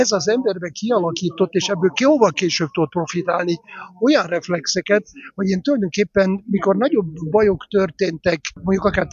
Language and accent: Hungarian; Szeged, Csongrád-Csanád, Hungary; moved away as an adult; Szegednek egy angyalföldre erősen emlékeztető külvárosában, Rókuson nőttem föl, sőt ott éltem 25 éves koromig, még egyetemista koromban is ott éltem